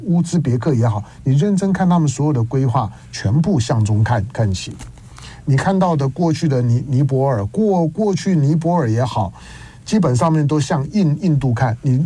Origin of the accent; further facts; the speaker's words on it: Taiwan; born there; 我都说我是一个在台湾出生的中国人，我是一个在台湾出生的统派